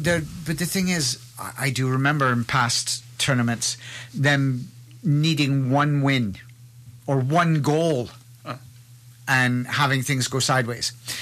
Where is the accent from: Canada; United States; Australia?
Canada; I'm a Canadian. I'm a Scot.